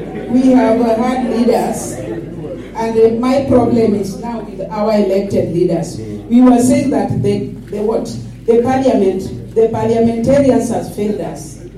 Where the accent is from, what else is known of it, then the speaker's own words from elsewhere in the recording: Kisumu County, Kenya; from Kisumu County, from representing justice centers and women.